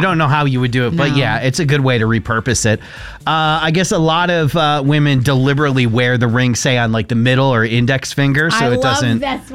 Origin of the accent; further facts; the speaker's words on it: Connecticut, United States; So when I was growing up in Connecticut